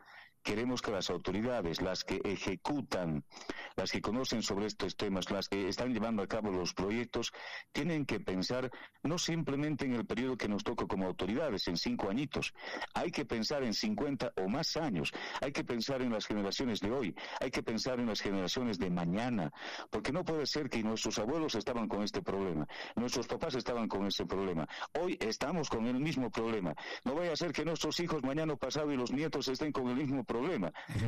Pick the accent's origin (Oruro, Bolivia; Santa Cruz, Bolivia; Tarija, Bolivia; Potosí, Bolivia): Potosí, Bolivia; somos más los potosinos